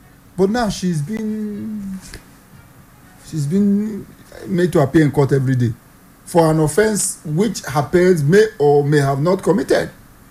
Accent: Nigeria; Nigerian rich man say, for where? I'm a Nigerian.

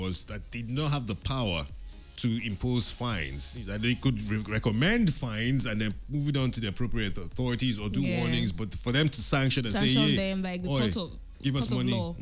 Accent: Nigeria; I'm Nigerian.

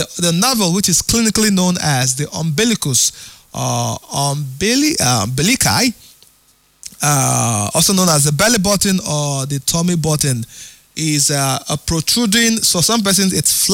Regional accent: Rivers, Nigeria; I am from Rivers, Abiquere man.

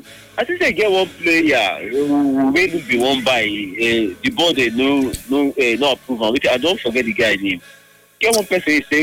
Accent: Nigeria; I come from Ajife State.

